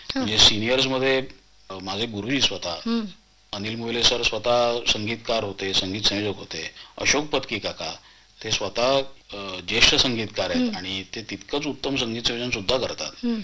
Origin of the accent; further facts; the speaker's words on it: Maharashtra, India; म्हणजे मी मराठी भाषिक आहे